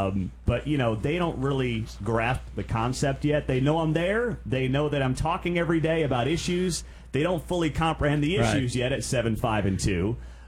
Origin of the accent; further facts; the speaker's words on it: New Jersey, United States; moved away as an adult; now in Kansas City, United States; Like, I grew up in a town of 5,000 people, and yes, it was, you know, an hour outside of New York City, but it felt, growing up as a kid, small town.